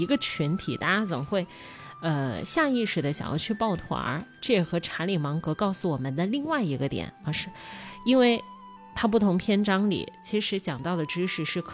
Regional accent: China

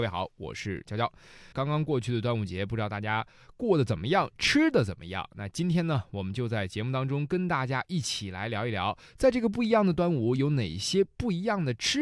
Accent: northern China, China; 我是一个北方人

